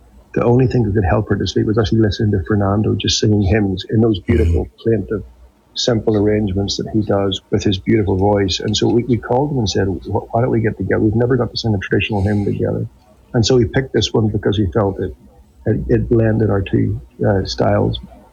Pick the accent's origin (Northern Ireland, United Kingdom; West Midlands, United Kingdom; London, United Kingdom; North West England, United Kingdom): Northern Ireland, United Kingdom; growing up in Northern Ireland